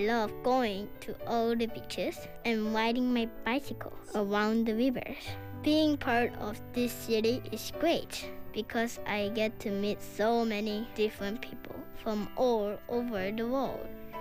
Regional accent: Busan, South Korea; English is a second language; Now, I was born right here in Busan and have lived here my whole life.

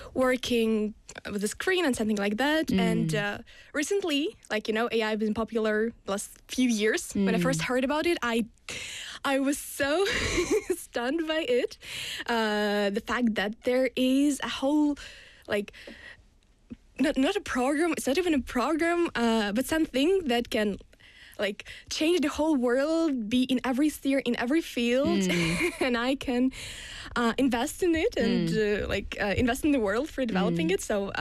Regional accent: Chelyabinsk Oblast, Russia; English is a second language; I'm from Chelyabinsk region. Mm-hmm. It's like located near the border with Kazakhstan. Okay. It's like a central Russia.

